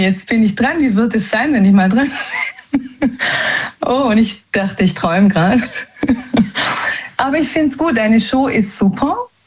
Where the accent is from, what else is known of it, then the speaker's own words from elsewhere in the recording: Germany; born there; Also wir sind eigentlich Italiener, ja? Also in Deutschland geboren. also für italienische Familie und wir haben eigentlich nichts am Hut mit Frankreich, ne?